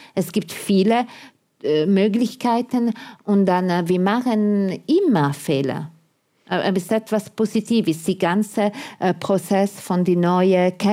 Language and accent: German; Italy; German is a second language; moved away as an adult; now in Austria; für mich als Italiener